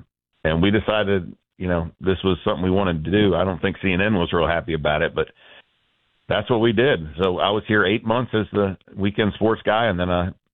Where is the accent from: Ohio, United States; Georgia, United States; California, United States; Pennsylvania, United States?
Georgia, United States; Atlanta; all of our family is from Atlanta, born and raised in Atlanta. My father worked at Georgia Tech. My mother was a teacher.